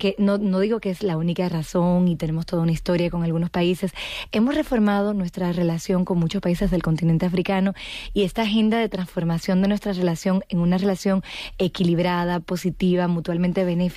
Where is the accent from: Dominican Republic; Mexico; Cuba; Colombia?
Dominican Republic; also born or lived in Madrid, Spain; La verdad es que soy franco-dominicana. Y de hecho crecí en el Caribe. Mi mamá es dominicana y viví en Madrid hasta hace poco y me siento muy española.